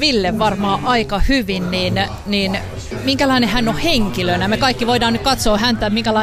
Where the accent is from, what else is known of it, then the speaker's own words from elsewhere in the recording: Kankaanpää, Satakunta, Finland; meillä Kankaanpäässä